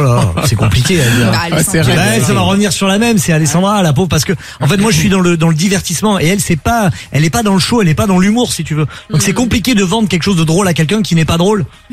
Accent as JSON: {"language": "French", "town": "Marseille", "region": "Provence-Alpes-Côte d'Azur", "country": "France", "moved": "as an adult", "lives_now": "Paris, France", "said": "je suis de Marseille, j'ai pris le truc, je suis arrivé sur Paris"}